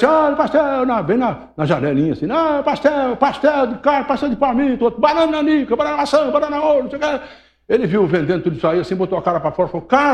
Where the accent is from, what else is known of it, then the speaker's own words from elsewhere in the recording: São Joaquim da Barra, São Paulo, Brazil; Levou a carça dele e o trem chegou em São Joaquim da Barra, que é a minha terra. O trem parou lá, que era Mugiana, vinha de Uberlândia. Parou o trem lá, e a minha terra era a terra da banana